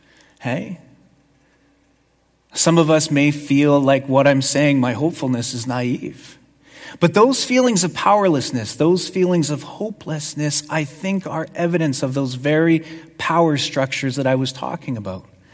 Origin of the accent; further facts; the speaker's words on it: Winnipeg, Manitoba, Canada; I come from Winnipeg. I know that the Manitoba landscape can be very harsh.